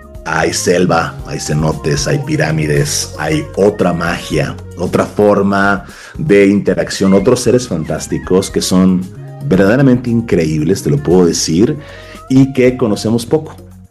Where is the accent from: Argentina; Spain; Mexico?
Mexico